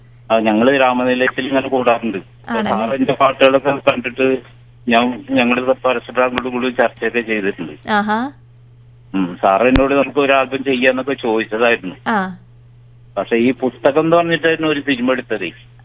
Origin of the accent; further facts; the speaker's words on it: Cheruthuruthy, Kerala, India; now in Pallimoola, India; ചെറുതുരുത്തിയാണ് വീട്. പക്ഷെ ഇപ്പൊ ഞാൻ താമസിക്കുന്നത് പള്ളിമൂലയിൽ തന്നെയാണ്